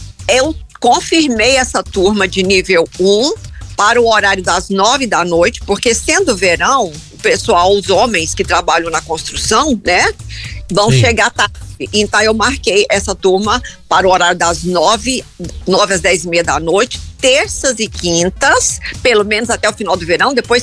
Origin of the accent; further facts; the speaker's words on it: Goiânia, Goiás, Brazil; now in California, United States; Goiana, americana